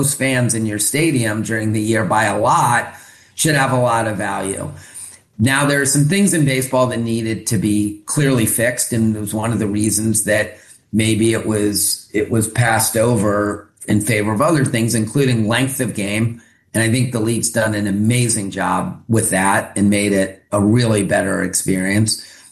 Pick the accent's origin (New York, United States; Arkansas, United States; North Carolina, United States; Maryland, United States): Maryland, United States; We didn't have a team in D.C. and I grew up in Maryland, so I love the Orioles.